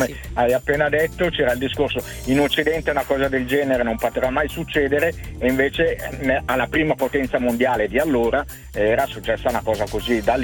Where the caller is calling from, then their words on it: Melegnano, Lombardy, Italy; sono di Melegnano